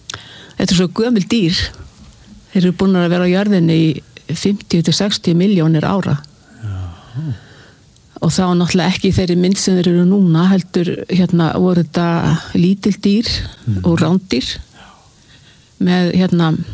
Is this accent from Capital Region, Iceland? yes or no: no; Hvalfjörður, Western Region, Iceland; born there; Já, ég sem sagt fæðist á Kúldalsá í Hvalfirði.